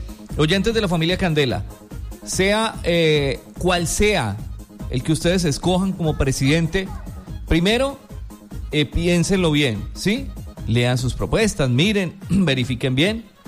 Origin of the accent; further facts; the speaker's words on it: Colombia; Pero pues como ciudadano, como colombiano